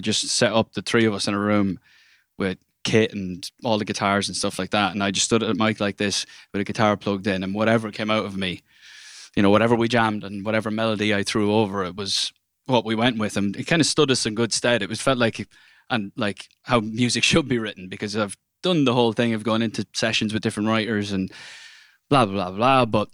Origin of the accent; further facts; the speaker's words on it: Ireland; I think being Irish